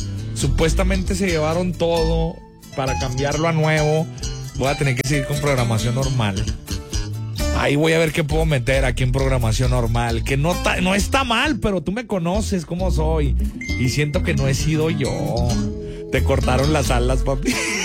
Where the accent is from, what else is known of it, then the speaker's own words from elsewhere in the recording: Mexico; las costumbres que tenemos nosotros como mexicanos.